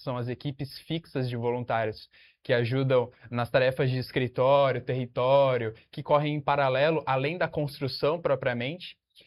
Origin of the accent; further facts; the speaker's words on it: São Paulo, Brazil; Eu fui criado na Zona Oeste, região próxima ali de Pinheiros.